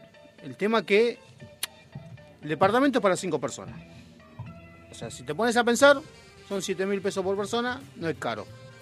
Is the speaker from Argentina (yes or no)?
yes; Argentina; soy argentino, no te olvides de eso.